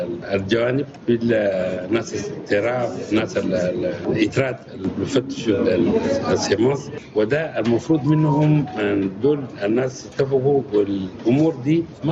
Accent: Chad; كيف ننتجوا بنايه البذور دي في بلدنا تشاد

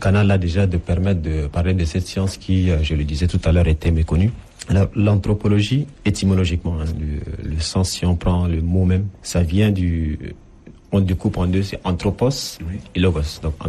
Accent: N'Djamena, Chad; born there

